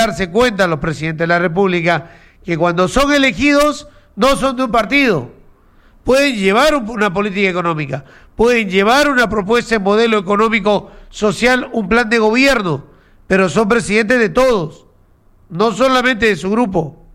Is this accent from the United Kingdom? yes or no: no; Peru